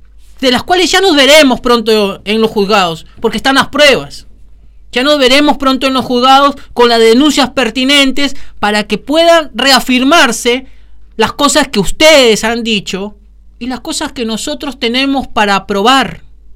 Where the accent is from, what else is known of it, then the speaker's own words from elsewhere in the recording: Argentina; Somos ciudadanos argentinos, argentinos.